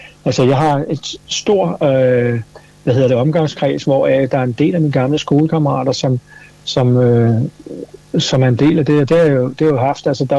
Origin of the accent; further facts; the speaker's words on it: Copenhagen, Capital Region of Denmark, Denmark; jeg føler mig rigtig godt hjemme på Amager. Jeg elsker Amager.